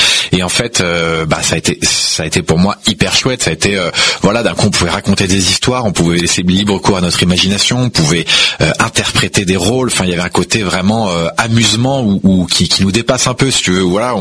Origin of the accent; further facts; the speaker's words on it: Meudon, Île-de-France, France; Alors moi je suis né à Meudon, donc dans le 92, j'ai toujours grandi en Île-de-France et j'ai toujours été en Île-de-France